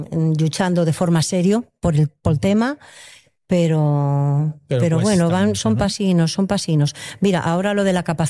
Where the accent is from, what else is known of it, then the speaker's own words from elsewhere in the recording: Avilés, Asturias, Spain; Conocieronse aquí, bueno, yo nací aquí, nací en Avilés, soy avilesina, soy asturiana como la que más.